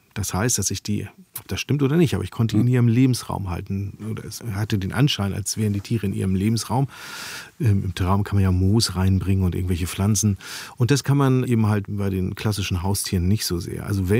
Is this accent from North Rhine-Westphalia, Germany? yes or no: no; Hamburg, Germany; born or raised there